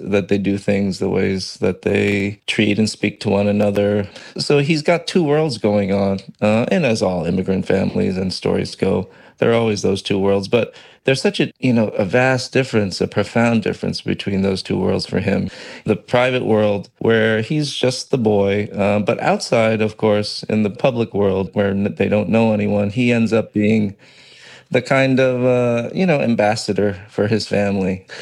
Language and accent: English; New York, United States; I suppose you could say structurally, it's my youth at that time. I did grow up in Westchester, north of New York City